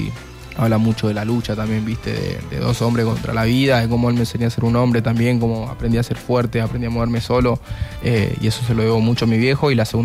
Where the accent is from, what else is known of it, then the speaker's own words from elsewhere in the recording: Buenos Aires, Argentina; mi viejo y yo somos de Caminito, de La Boca